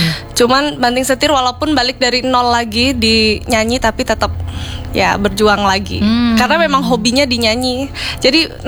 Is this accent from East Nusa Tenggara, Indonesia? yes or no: no; Jember, East Java, Indonesia; moved away as an adult; now in Jakarta, Indonesia; Saya Jawa, Jawa Timur asli, lahir di Jember. Jadi 19 tahun … jadi manusia Jember. 19 tahun lalu pindah ke Jakarta